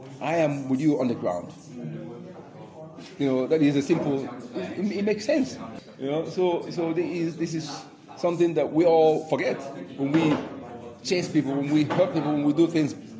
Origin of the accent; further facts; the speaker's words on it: Nigeria; born there; moved away as an adult; I was born in Nigeria. Igbo, born, been living here now since 1994, quite a long time. I actually came to Europe to do a PhD at King's College